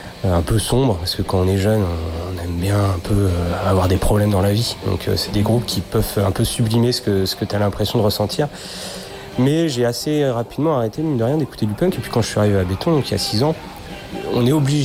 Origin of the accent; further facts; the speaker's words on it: Bourges, Centre-Val de Loire, France; On les connaît forcément quand on est de la région centre. Moi, je viens de Bourges.